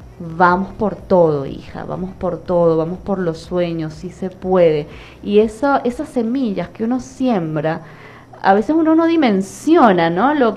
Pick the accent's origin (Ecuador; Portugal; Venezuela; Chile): Venezuela; accent: Venezuelan; Porque viste que nuestro acento, el acento venezolano, es muy atractivo.